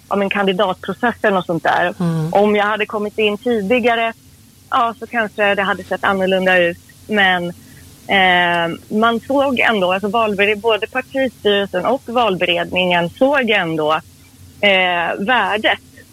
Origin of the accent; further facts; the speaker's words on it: Sweden; born there; also born or lived in Iran / Gävle / Sandviken / Stockholm; Jag kom till Sverige som 2-åring med min familj. Vi flydde hit från Iran. Uppväxt i Gävle, Sandviken och Stockholm.